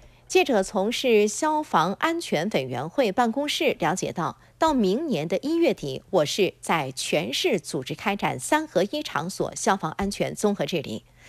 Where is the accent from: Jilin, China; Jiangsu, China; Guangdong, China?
Guangdong, China; 这是我们广东人和远人都非常熟悉的一种中草药麦冬啊